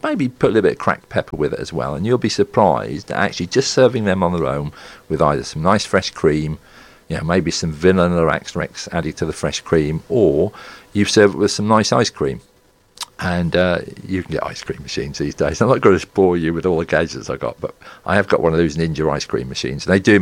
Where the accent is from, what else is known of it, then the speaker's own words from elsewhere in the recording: Stalham, East of England, United Kingdom; I mean, Stalham have, it's my hometown.